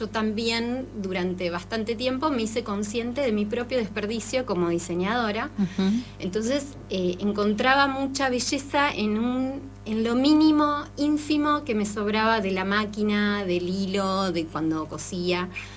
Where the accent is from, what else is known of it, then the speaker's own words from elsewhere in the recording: Neuquén, Argentina; also born or lived in Buenos Aires; yo de muy chiquita, porque crecimos en el Alto Valle, y en Neuquén